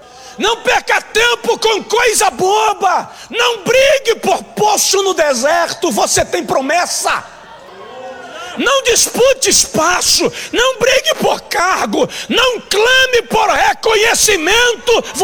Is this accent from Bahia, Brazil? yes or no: yes; Bahia, Brazil; Eu vim da Bahia, tenho nada a ver com nada, eu sou apenas a boca.